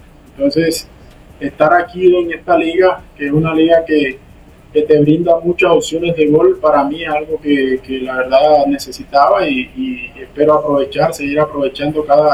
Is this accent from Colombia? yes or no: yes; Colombia; moved away as an adult; now in Mexico; uno es colombiano. Yo he salido de Colombia y he estado en otros continentes